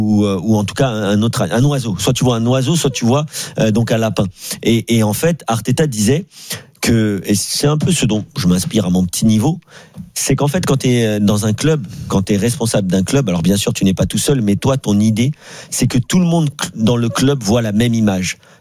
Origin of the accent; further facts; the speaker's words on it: Netherlands; French is a second language; Je suis néerlandais. Donc, la règle, c'est la règle.